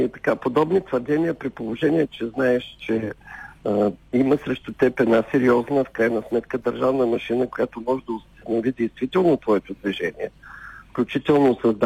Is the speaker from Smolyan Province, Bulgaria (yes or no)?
no; Plovdiv, Plovdiv Province, Bulgaria; На такива хора в моята махала в Пловдив, аз съм израснал в центъра на Пловдив, им казваха типигьози.